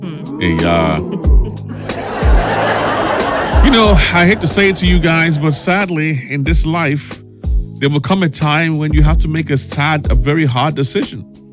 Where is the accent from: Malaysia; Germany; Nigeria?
Nigeria